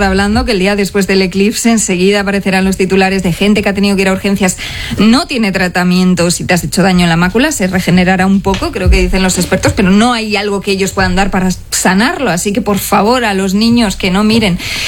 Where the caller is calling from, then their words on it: Alicante, Valencian Community, Spain; soy de Alicante